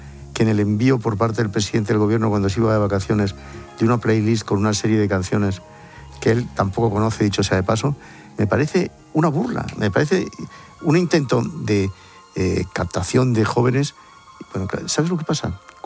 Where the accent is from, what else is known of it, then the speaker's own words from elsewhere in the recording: Spain; abrumado como español, es como ciudadano y como periodista.